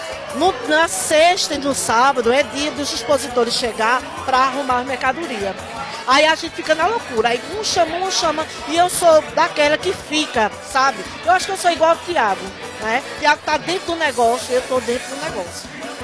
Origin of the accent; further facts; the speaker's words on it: Brazil; moved away; eu sou do Vassoural